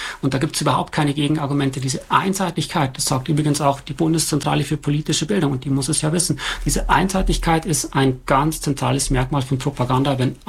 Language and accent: German; Germany; aber wir als Deutsche erst recht nicht